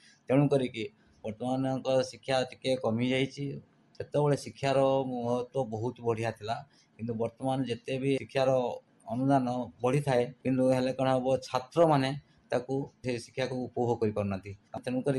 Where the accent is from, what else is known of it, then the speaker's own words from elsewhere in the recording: Mausuda, Odisha, India; ମୋର ଜନ୍ମ ମଉସୁଦା ଗ୍ରାମରେ, ଭଦ୍ରକ ଡିଷ୍ଟ୍ରିକ୍ଟର ଚାନ୍ଦବାଲି ବ୍ଲକରେ। କିନ୍ତୁ ମୋର ପାଠପଢ଼ା ଆରମ୍ଭ ଗ୍ରାମ ସ୍କୁଲରେ